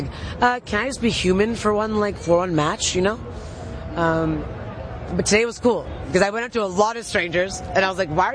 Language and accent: English; Michigan, United States; I grew up in Michigan, but I'll say this.